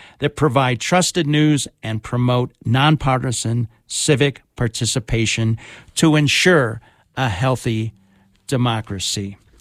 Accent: Chicago, Illinois, United States; now in Colorado, United States; I'm from Chicago.

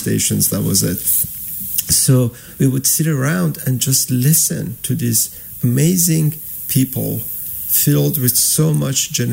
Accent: Iran; English is a second language; Anyway, so growing up in Iran, the way I learned about philosophy, which the way is most Iranians or old cultures learn about philosophy and ethics, is through their parents and grandparents

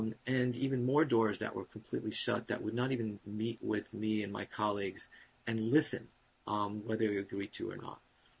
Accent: New Jersey, United States; So I grew up in New Jersey, and after serving in the Army, came back and was a doctor in the community.

